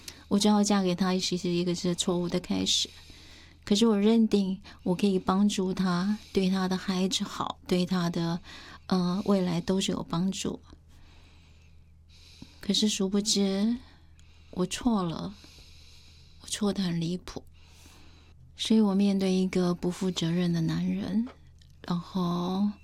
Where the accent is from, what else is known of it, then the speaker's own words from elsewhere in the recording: Taiwan; 我爸爸是军人，他是从大陆跟老蒋来台湾的。那在我的家庭里头，就是，我妈妈是很传统的一个台湾人，所以那我们住在小时候住在眷村里头